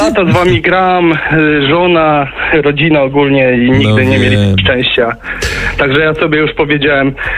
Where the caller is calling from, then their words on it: Bytom, Silesian Voivodeship, Poland; Bytom Śląskie.